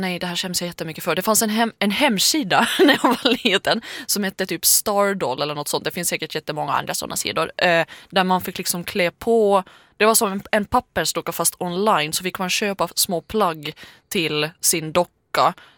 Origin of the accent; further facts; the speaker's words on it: Finland; accent: Finland Swedish; Min finlandssvenska har tendensen att liksom få folk att tro att jag